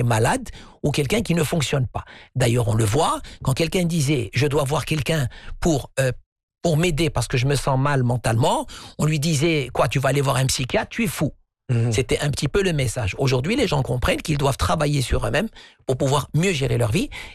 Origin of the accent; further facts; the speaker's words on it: Morocco; chez nous au Maroc